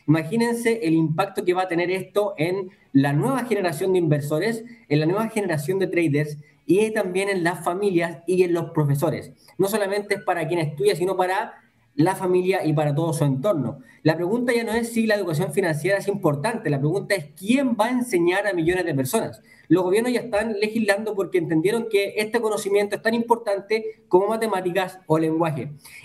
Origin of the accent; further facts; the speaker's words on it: Chile; soy de Chile